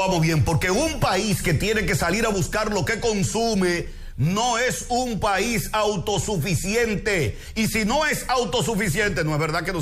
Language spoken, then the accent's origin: Spanish; Dominican Republic; pero yo soy ciudadano dominicano. La clase media de este país se la llevó el diablo.